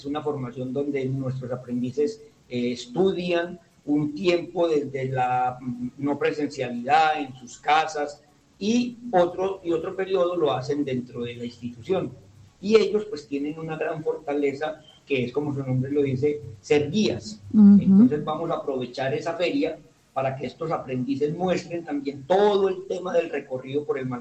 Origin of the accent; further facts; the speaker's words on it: Manizales, Caldas, Colombia; now in La Dorada, Colombia; Sí, soy del departamento de Caldas, muy orgulloso. Pero ahora también muy orgulloso de considerarme un doradense más.